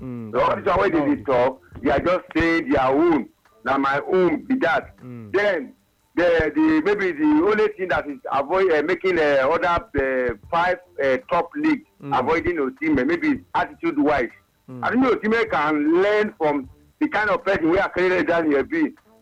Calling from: Nigeria; I'm calling from Nigeria.

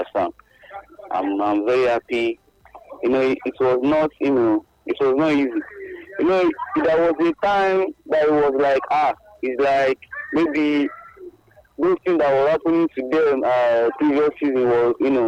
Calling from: Abuja, Federal Capital Territory, Nigeria; I'm calling from Abuja.

